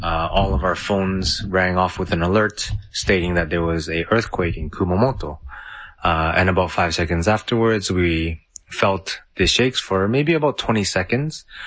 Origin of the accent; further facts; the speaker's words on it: Canada; now in Fukuoka, Japan; I am a Canadian currently living in Fukuoka City in Japan.